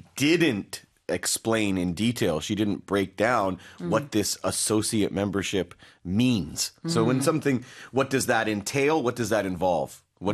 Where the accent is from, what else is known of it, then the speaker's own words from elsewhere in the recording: Canada; as a Canadian, I have no idea what this means.